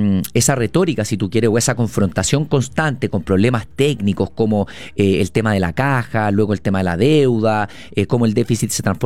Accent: Chile; en chileno se dice calma y tiza

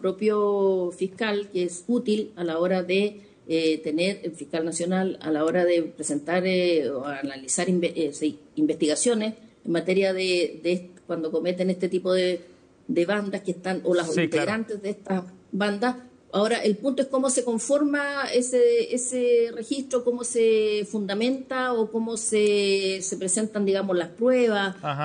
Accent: Chile

